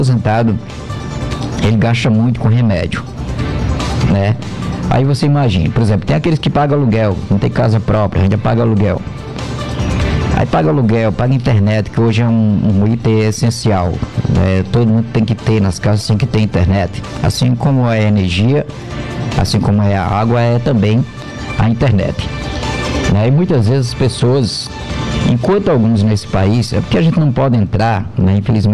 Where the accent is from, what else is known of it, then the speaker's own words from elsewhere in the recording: Brazil; Qual de nós brasileiros?